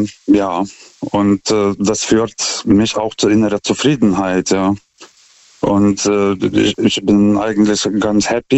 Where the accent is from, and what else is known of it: Lithuania; German is a second language; now in Germany